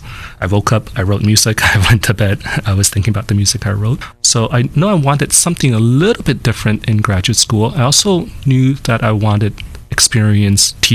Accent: New York City, New York, United States; now in San Bernardino, United States; So I'm a New Yorker. So I grew up in Queens, New York. Actually, I kind of had a pretty suburban life for the first, I don't know, few years until high school.

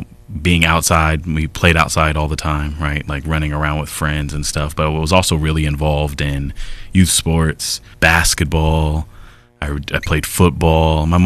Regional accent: Rancho Cucamonga, California, United States; also born or lived in Los Angeles, California; So I was born in Los Angeles, and then when I was still young, we moved out of South LA and moved out to the Inland Empire. And so I mostly grew up in the Rancho Cucamonga, Ontario area.

